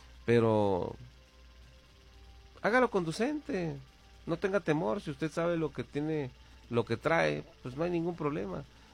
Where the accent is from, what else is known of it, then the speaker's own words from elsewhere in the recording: Ciudad Juárez, Chihuahua, Mexico; Vivimos en Juárez y sabemos cómo está el asunto